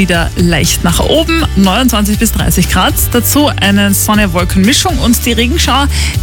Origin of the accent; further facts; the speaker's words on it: Carinthia, Austria; Bei mir sind es die klassischen Kärntner Käsnudel. Ja. Was sonst als Kärntnerin, ne?